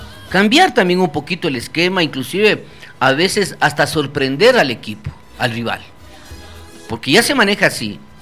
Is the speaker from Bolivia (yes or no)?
no; Ecuador; como ecuatorianos que somos